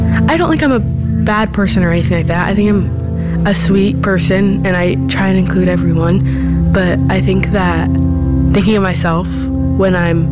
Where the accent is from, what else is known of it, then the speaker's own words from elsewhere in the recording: Indianapolis, Indiana, United States; I'm from Indianapolis.